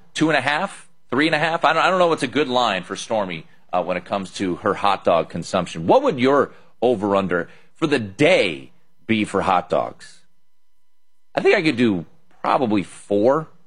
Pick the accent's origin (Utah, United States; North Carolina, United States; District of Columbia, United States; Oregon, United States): District of Columbia, United States; Washington; in my hometown of Washington, D.C.